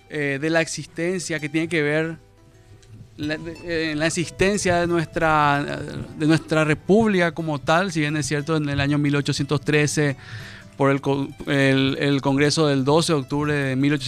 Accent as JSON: {"language": "Spanish", "country": "Paraguay", "said": "somos paraguayos"}